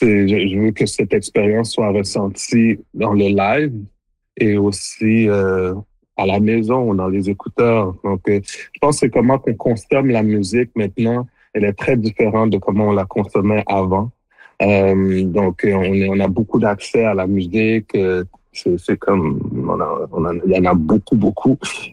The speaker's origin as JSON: {"language": "French", "town": "Montreal", "region": "Quebec", "country": "Canada", "tie": "born there"}